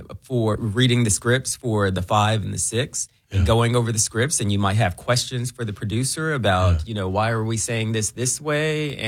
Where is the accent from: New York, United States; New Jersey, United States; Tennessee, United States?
Tennessee, United States; Memphis; moved away as an adult; also born or lived in Orlando, Florida; I grew up in Memphis. Memphis raised me, but I've already lived there.